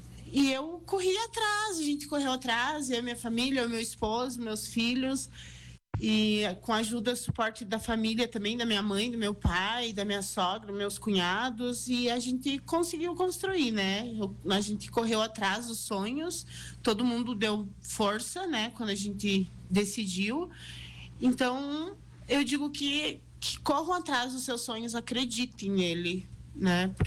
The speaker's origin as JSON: {"language": "Portuguese", "town": "Soledade", "region": "Rio Grande do Sul", "country": "Brazil", "tie": "born there", "also_born_or_lived": "Marques de Souza / Tocantins", "said": "eu sou de Soledade. Sou natural, na verdade, de Marques de Souza, mas sempre fui criada aqui em Soledade. Fui embora uma época para o Tocantins e voltei aos 14 anos e sempre residi dali para frente aqui em Soledade."}